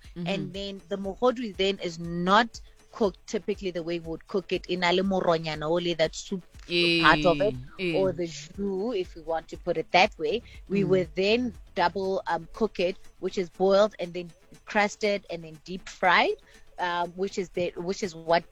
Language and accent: English; Botswana; moved away; I'm originally from Botswana